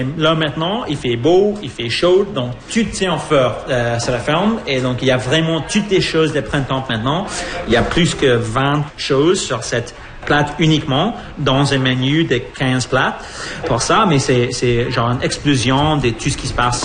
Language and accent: French; Toronto, Ontario, Canada; now in Niagara region, Canada; je viens de Toronto